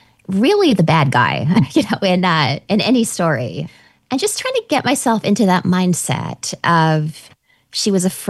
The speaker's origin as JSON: {"language": "English", "area": "Vancouver Island", "region": "British Columbia", "country": "Canada", "tie": "born or raised there", "moved": "as an adult", "lives_now": "New York City, United States", "said": "I'm from rural British Columbia. I grew up on Vancouver Island. I have at this point been in New York City for really my entire adult life. I came here when I was 22 years old."}